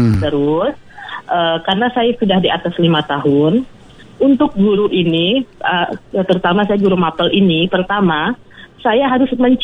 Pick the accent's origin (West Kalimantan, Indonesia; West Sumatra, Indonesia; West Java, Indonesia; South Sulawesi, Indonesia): West Kalimantan, Indonesia; Sanggau; Saya memang asalnya di Kabupaten Sanggau, cuma penempatannya itu di Desa Penyalimau Jaya.